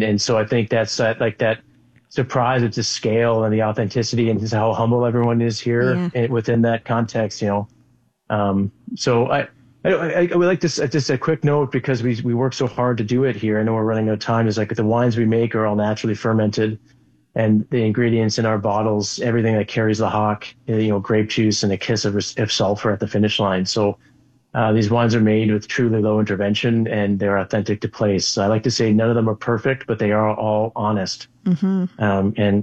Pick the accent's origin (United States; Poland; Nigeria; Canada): Canada; because we're Canadian and humble